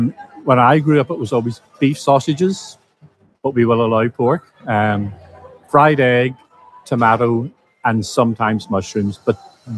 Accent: Northern Ireland, United Kingdom

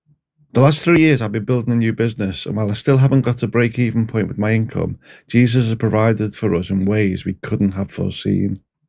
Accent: Skelmersdale, North West England, United Kingdom; also born or lived in Liverpool; I was born in Liverpool, grew up in a town called Skelmersdale, and I was saved when I was 9.

